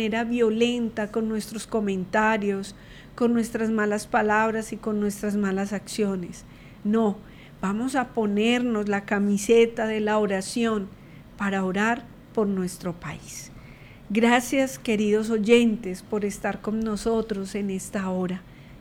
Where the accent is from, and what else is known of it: Colombia